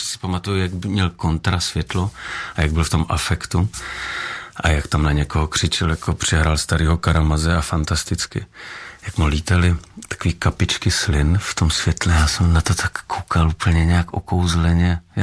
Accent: Brno, South Moravian Region, Czechia; Narodil jsem se v Brně

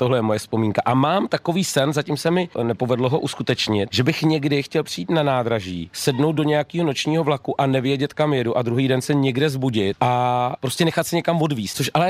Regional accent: Trutnov, Hradec Králové Region, Czechia; moved away; also born or lived in Liberec; A protože pocházím z Trutnova

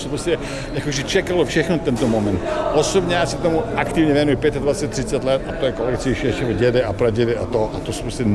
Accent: Serbia; Czech is a second language; moved away as an adult; now in Prague, Czech Republic; Já jsem z Balkánu, z Srbska, a šel jsem studovat do Prahy.

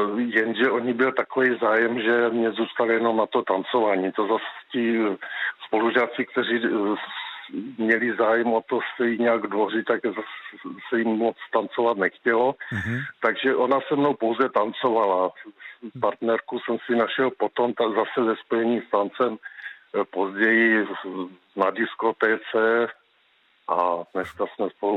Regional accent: Brno, South Moravian Region, Czechia; now in Jedovnice, Czechia; No, já jsem původem Brňák, teď bydlím v Jedovnicích, kousek od Brna. Mm-hmm. Nicméně do školy jsem chodil v Brně a na gymnázium

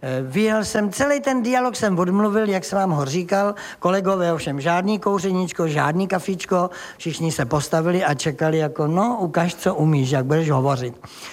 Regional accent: South Bohemian Region, Czechia; No, maximálně se ukloním, řeknu, promiňte, já jsem blbej Jihočech a pojedu domů.

